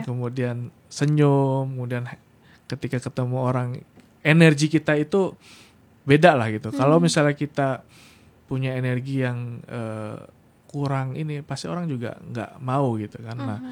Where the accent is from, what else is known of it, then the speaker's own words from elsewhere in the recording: West Sumatra, Indonesia; kita sebagai anak Minang, ya kita harus punya sikap, punya karakter, dan kita bisa membaur, beradaptasi.